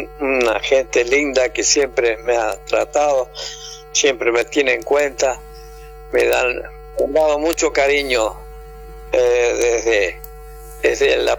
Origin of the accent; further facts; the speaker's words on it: Mendoza, Argentina; moved away as an adult; now in Córdoba, Argentina; Canto cosas salteño, pero soy mendocino.